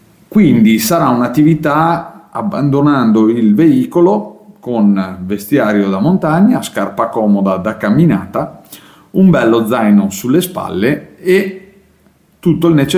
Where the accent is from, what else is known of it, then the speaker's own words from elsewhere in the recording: Trentino-Alto Adige, Italy; io sono dell'Alto Adige.